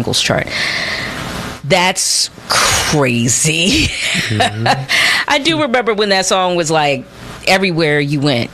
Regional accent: Philadelphia, Pennsylvania, United States; as a Philadelphian.

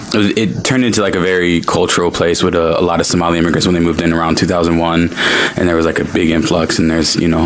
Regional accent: St. Cloud, Minnesota, United States; also born or lived in Delaware; No, I'm not. I was actually born in Delaware, and I was raised in Minnesota.

